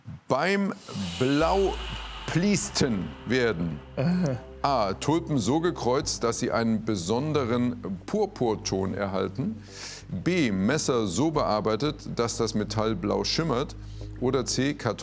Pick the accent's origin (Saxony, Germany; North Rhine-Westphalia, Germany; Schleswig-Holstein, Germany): Saxony, Germany; Leipzig; Hast in meiner Heimatstadt Leipzig studiert.